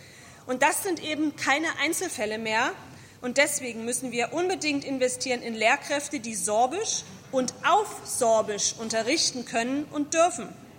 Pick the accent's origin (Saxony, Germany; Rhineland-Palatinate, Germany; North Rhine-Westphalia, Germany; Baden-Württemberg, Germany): Saxony, Germany; Ich komme aus der Oberlausitz